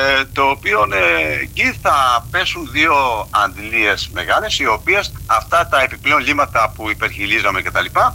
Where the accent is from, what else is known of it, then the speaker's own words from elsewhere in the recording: Zakynthos, Ionian Islands, Greece; Είμαι Ζακυνθινός, είμαι πολίτης